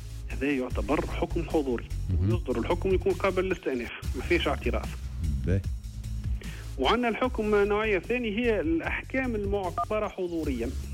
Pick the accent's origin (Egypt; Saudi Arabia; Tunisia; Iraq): Tunisia